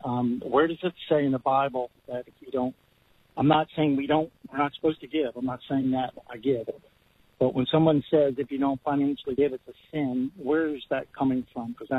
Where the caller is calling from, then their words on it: Delaware, United States; I'm actually calling from Delaware.